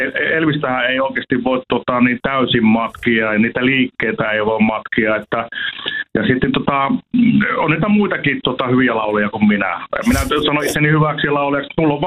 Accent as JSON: {"language": "Finnish", "town": "Mikkeli", "region": "South Savo", "country": "Finland", "tie": "born or raised there", "said": "No minä menin tuolla Mikkelistä, kun olen kotoisin, niin ensimmäisenä menin Stoppariin."}